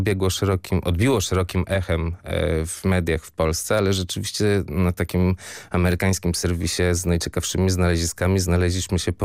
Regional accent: Łeba, Pomeranian Voivodeship, Poland; I byłem na wakacjach u siebie w domu, w mojej rodzinnej miejscowości, bo pochodzę z Łeby

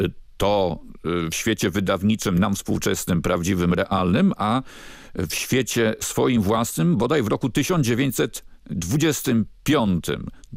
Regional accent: Warsaw, Masovian Voivodeship, Poland; Jako warszawiak, niektórzy nawet może trochę na wyrost mówią warszawianista

